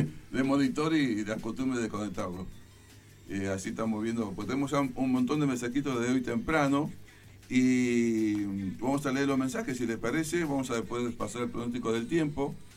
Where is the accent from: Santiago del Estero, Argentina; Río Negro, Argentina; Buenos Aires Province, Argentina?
Buenos Aires Province, Argentina; Lobería; moved away; en Lobería, mi pueblo